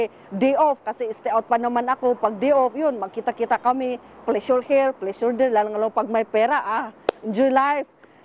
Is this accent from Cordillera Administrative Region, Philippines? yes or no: yes; Baguio, Cordillera Administrative Region, Philippines; Sa Baguio po ako, Baguio Benguet.